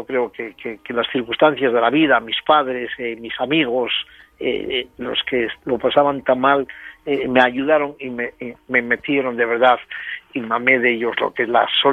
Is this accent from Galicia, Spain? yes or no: no; La Rebollada, Asturias, Spain; born or raised there